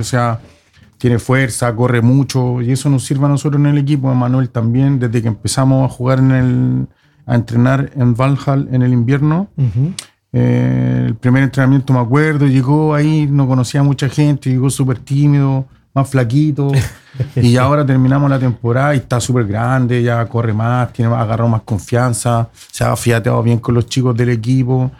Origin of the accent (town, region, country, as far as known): Concón, Valparaíso, Chile; born or raised there